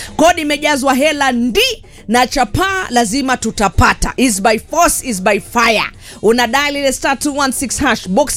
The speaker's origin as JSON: {"language": "Swahili", "region": "Nairobi", "country": "Kenya", "said": "mimi ni mtu wa Doni."}